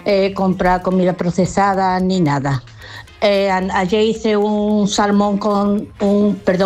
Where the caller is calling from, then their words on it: Jerez de la Frontera, Andalusia, Spain; de Jerez.